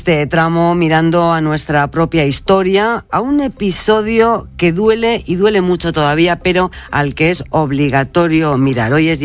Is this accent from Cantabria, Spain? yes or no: no; Basque Country, Spain; tengo muchísimas ganas de ver el documental como periodista, como ciudadana vasca.